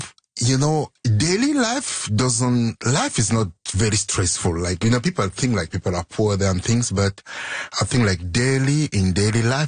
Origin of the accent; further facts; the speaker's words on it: Cameroon; Because, you know, like I grew up, I was born and raised in Cameroon. I grew up there.